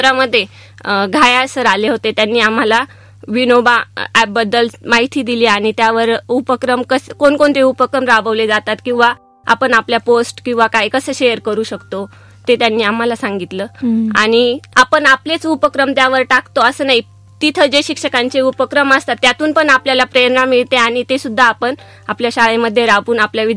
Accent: Nandur Khurd, Maharashtra, India; माझं बालपण माझं निफाड तालुक्यातील नांदूर खुर्द हे एक छोटंसं गाव, एका शेतकरी कुटुंबात माझा जन्म झालाय। माझी आजी, आजोबा, आई वडील, 2 काका काकू आणि आम्ही 8 भावंड असा आमचा परिवार।

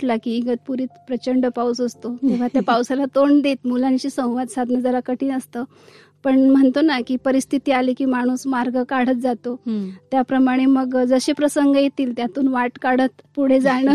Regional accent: Malegaon, Maharashtra, India; माझं बालपण मालेगाव मध्ये गेलं.

